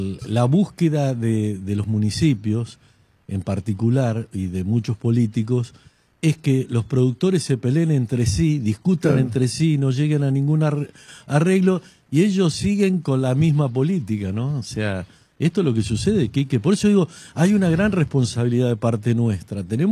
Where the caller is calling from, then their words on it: Lincoln, Buenos Aires Province, Argentina; En Lincoln, solamente 3 productores estamos haciendo el reclamo